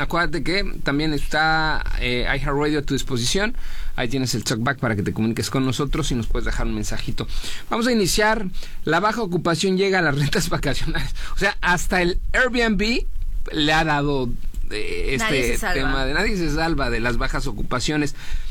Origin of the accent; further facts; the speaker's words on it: Mexico; Aparte del Caribe mexicano, que es incomparable, siempre lo vamos a decir, pues somos mexicanos y sabemos el potencial que tenemos.